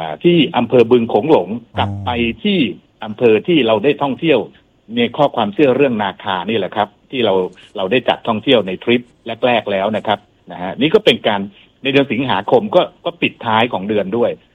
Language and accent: Thai; Chanthaburi, Thailand; ซึ่งผมมาจากจันทบุรีนะครับชื่อเสียงของจันทบุรีเนี่ยผมเป็นคนเมืองจัน